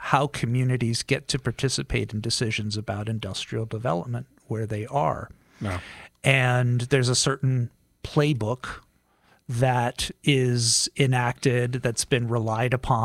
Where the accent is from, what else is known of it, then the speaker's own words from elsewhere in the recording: New England, United States; now in Deming, United States; But I grew up in New England, and then I lived everywhere because of my previous lives.